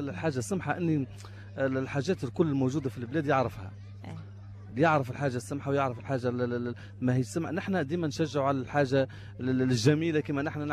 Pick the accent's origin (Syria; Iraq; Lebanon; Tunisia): Tunisia; Gafsa Governorate; عندنا في قفصة